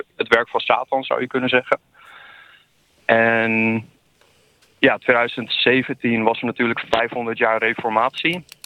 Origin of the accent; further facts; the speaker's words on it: Wierden, Overijssel, Netherlands; born there; also born or lived in Almelo; ik ben een geboren Twentenaar, dus ik kom uit Almelo. En toen ik, voordat ik 1 jaar oud was, zijn mijn ouders naar Wierden verhuisd.